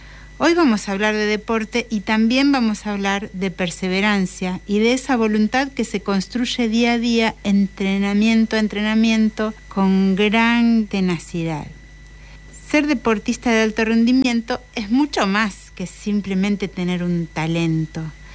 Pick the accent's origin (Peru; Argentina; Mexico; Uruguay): Argentina; Patagonia; soy cantora de la Patagonia.